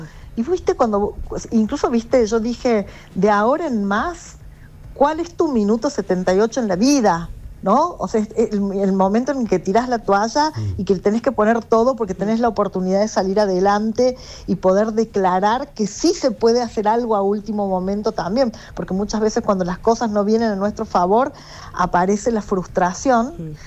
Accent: Argentina; lo más fuerte que tenemos los argentinos es que somos muy buenos saliendo adelante de las crisis

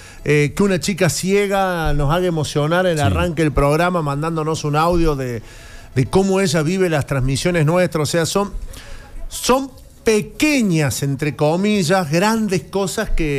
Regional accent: Córdoba, Argentina; le toca a Córdoba, esa es la mentalidad. Y además somos una provincia, futbolísticamente hablando, muy sufrida.

